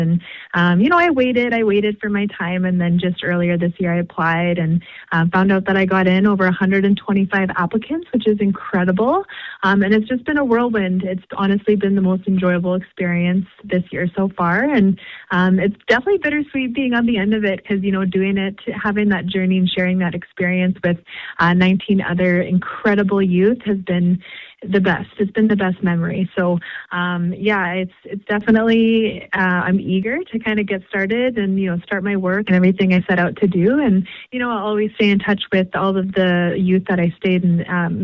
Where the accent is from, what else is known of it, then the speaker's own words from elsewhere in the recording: Fort McMurray, Alberta, Canada; also born or lived in Cold Lake First Nations; I am actually from Cold Lake First Nations, which is in Treaty 6 territory, Alberta, but I actually grew up in Fort McMurray, Alberta, which is in Treaty 8 territory.